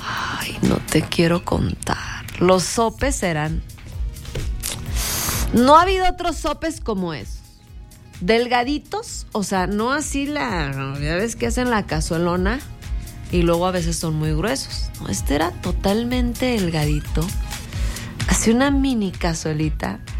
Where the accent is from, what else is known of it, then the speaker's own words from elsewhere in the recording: Mexico; ¿Sí o no somos así los mexicanos?